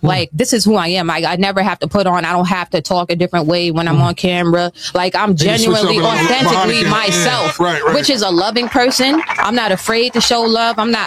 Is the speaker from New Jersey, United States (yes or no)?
no; New York, United States; But I'm from New York.